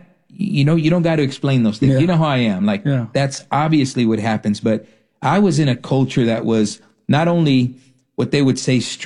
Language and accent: English; Ontario, California, United States; I grew up in Ontario in the Inland Empire.